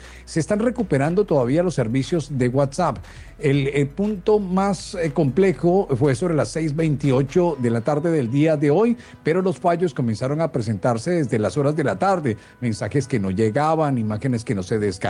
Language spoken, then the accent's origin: Spanish; Caribbean Region, Colombia; quien me escucha temprano sabe que yo soy orgullosamente caribeño.